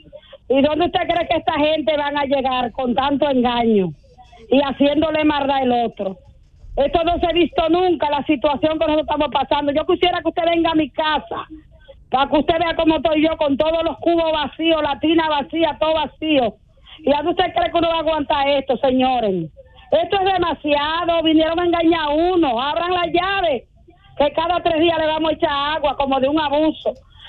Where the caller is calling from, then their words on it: Santo Domingo, Distrito Nacional, Dominican Republic; Estoy llamando desde Villa Aragua.